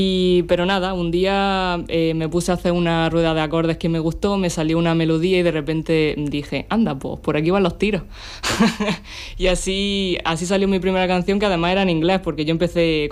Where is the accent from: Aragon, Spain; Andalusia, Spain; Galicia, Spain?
Andalusia, Spain; Roquetas de Mar; Soy de Roquetas de Mar, de toda la vida. Y tengo 26 años y, bueno, dentro de muy poquito 27